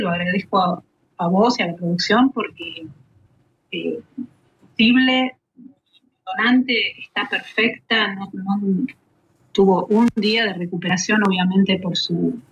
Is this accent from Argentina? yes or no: yes; San Carlos de Bariloche, Río Negro, Argentina; now in Córdoba, Argentina; nos habíamos conocido en Bariloche, somos las dos de Bariloche